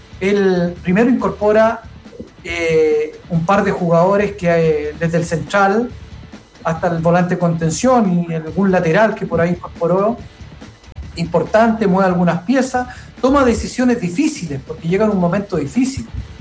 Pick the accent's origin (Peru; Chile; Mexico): Chile; Ñuble; Evidentemente, más allá que soy ñublensino, soy hincha de Ñublense